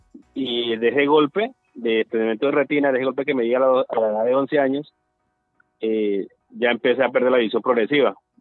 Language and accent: Spanish; Puerto Rondón, Arauca, Colombia; born there; Soy del departamento de Arauca, nací en un municipio de nuestro departamento, en Puerto Rondón, Arauca.